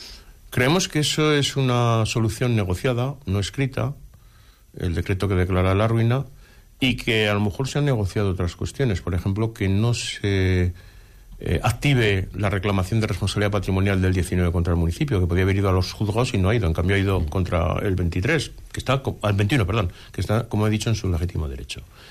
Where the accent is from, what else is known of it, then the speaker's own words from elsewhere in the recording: Pozondón, Aragon, Spain; en la sede de Ser Teruel me siento como en mi casa porque, como he dicho, soy de Teruel, soy de Pozondo.